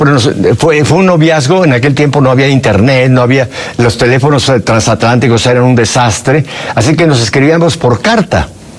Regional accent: Mexico City, Mexico; also born or lived in Spain; yo tuve la fortuna de nacer en esa bellísima Ciudad de México. Me crié en Ciudad de México. Toda mi formación fue con los jesuitas.

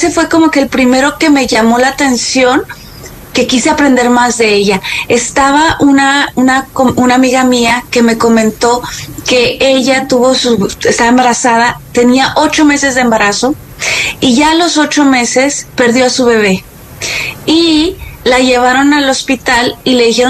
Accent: Mexico City, Mexico; born there; aunque yo pues nací en la Ciudad de México y pude ver a nuestra Madre Guadalupe ahí por mucho tiempo

